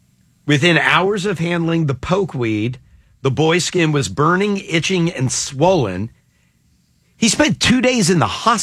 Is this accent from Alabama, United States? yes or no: no; Texas, United States; moved away; where I come from, you know, between Dallas and Fort Worth.